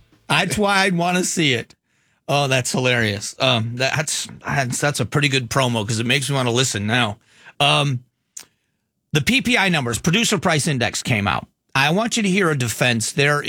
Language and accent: English; Florida, United States; I grew up in Florida.